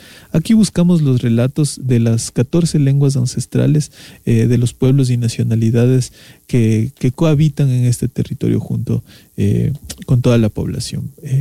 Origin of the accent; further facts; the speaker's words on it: Ecuador; parte de nuestro territorio que es de Ecuador, lo que nos hace sentir parte también como ecuatorianos